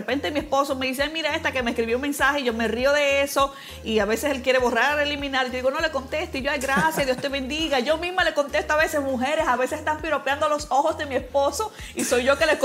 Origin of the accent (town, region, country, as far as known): Dominican Republic